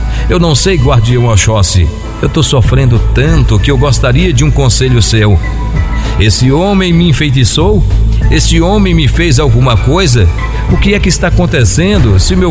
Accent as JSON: {"language": "Portuguese", "town": "Recife", "region": "Pernambuco", "country": "Brazil", "said": "74 anos de idade. Eu sou de Recife, capital pernambucana."}